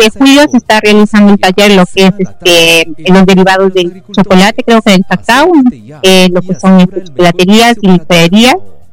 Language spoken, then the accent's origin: Spanish; Peru; todos somos peruanos